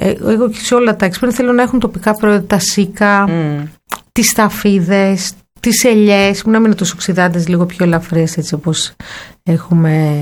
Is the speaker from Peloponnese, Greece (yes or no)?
yes; Peloponnese, Greece